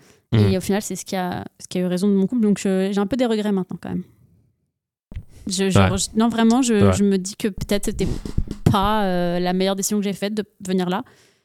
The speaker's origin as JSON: {"language": "French", "country": "France", "moved": "yes", "lives_now": "Canada", "said": "entre le moment où j'ai quitté la France et le moment où je suis arrivée au Canada, il s'est passé 15 jours."}